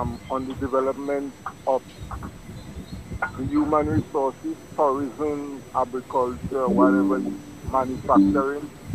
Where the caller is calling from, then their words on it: Marigot, Saint Andrew, Dominica; I'm from Marigot.